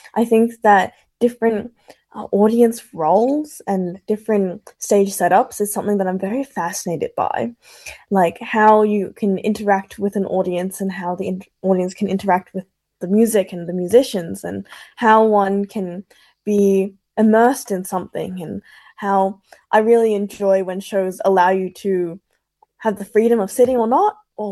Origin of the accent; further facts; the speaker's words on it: Melbourne, Victoria, Australia; I am from the West, which is where St. Albans is.